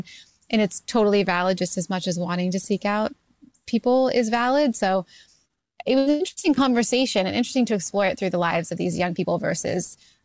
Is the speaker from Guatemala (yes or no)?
no; Canada; I am most just always trying to set things in Canada about Canadians because I'm Canadian